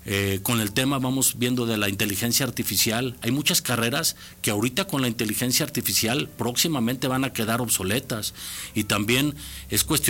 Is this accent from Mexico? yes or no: yes; Mexico; como ciudadanos, como mexicanos